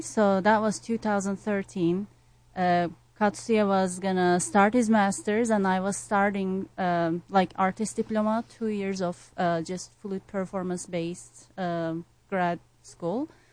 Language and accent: English; Turkey; English is a second language; moved away as an adult; Yeah, I grew up in Turkey until I was 21.